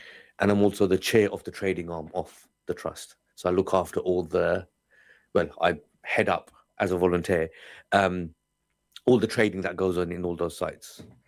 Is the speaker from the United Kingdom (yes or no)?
yes; Luton, East of England, United Kingdom; I've been born and bred in Luton, been here all my life.